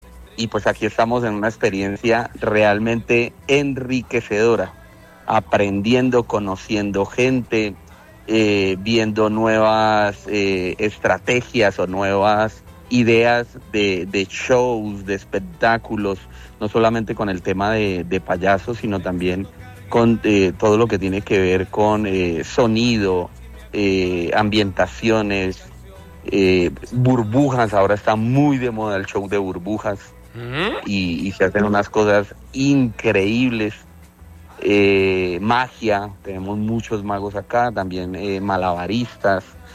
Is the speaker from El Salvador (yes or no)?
no; Colombia; nosotros los colombianos, o nosotros en Colombia estamos en Sudamérica